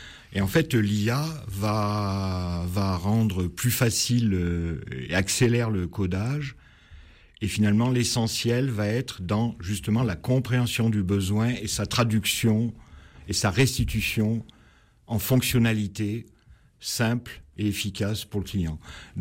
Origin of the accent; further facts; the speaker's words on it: Valence, Auvergne-Rhône-Alpes, France; also born or lived in Grenoble; je suis né à Valence, je suis parti quelques années pour faire des études et j'ai commencé à travailler, pas très loin, mais à Grenoble.